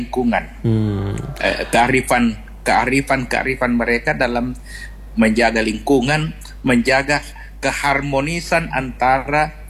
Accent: Galesong, South Sulawesi, Indonesia; seperti di kampung saya di Galesong itu ada namanya Bungum Barania ya.

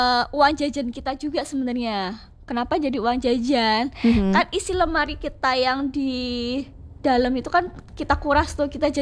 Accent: Yogyakarta, Special Region of Yogyakarta, Indonesia; born there; moved away as an adult; also born or lived in Jakarta / Sumatra / Kalimantan / Maluku; aku pulang ke Jogja, pulang ke tanah kelahiranku sendiri

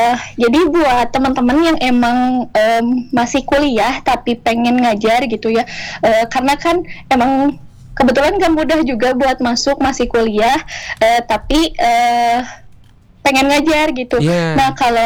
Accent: Majalaya, West Java, Indonesia; Majalaya.

